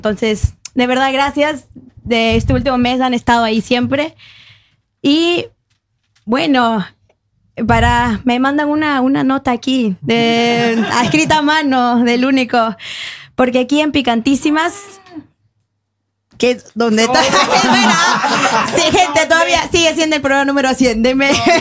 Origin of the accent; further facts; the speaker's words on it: Peru; como buena peruana huevada y media a veces yo pongo el programa